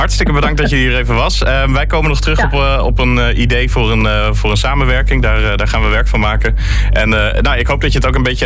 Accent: Groningen, Netherlands; ik ben zelf een geboren getogen Groninger en heb jarenlang in de stad gewoond.

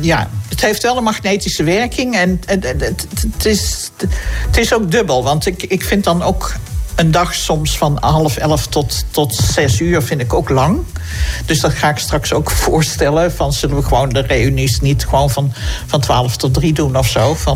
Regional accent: Noordoostpolder, Flevoland, Netherlands; also born or lived in North Brabant / Meppel; now in North Holland, Netherlands; ik ben een soort nomade, denk ik, van... ja, ik ben in Brabant geboren, in Noord-Oostpolde opgegroeid, in Meppel op school gezeten, woon nu in Noord-Holland.

